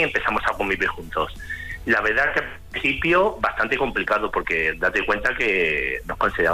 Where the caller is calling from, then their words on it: Andalusia, Spain; yo soy de Andalucía.